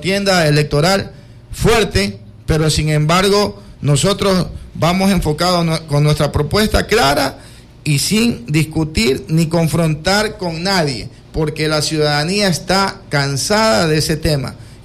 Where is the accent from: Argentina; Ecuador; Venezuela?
Ecuador; Quevedo, Los Ríos; born there; Yo nací en San Camilo.